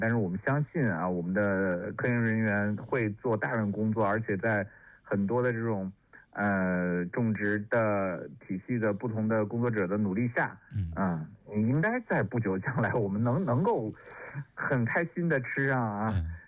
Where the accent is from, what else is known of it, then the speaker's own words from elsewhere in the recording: China; 我们中国人